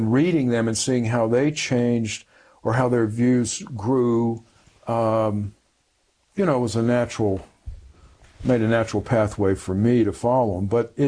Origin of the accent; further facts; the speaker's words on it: the South, United States; You know, I grew up in the South.